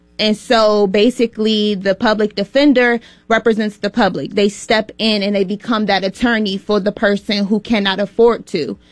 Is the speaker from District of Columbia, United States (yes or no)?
yes; Washington, District of Columbia, United States; I was born and raised in Washington, D.C., grew up in Northeast D.C., around Minnesota Avenue, and I came to Minnesota first